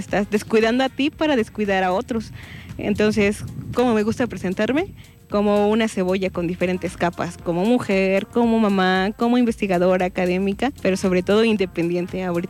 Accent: State of Mexico, Mexico

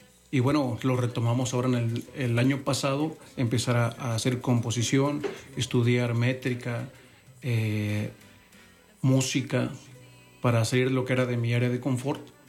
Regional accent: Xalapa, Veracruz, Mexico; also born or lived in Martínez de la Torre, Veracruz; Yo nací allá, pero radico aquí en Jalapa desde los 3 años. Entonces, básicamente, soy jalapeño.

